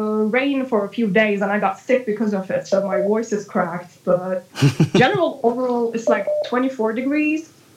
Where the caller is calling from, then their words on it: Istanbul, Turkey; I'm calling from Istanbul.